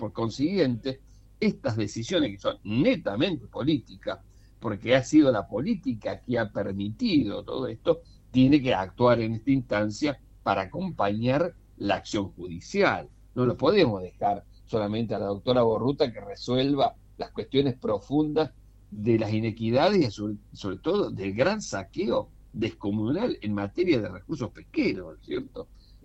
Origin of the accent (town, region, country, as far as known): Argentina